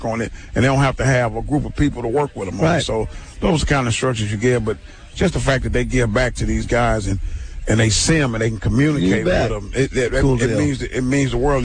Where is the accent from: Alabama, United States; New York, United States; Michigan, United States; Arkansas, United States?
Arkansas, United States; Little Rock; when I was growing up, we didn't have that here in Little Rock either.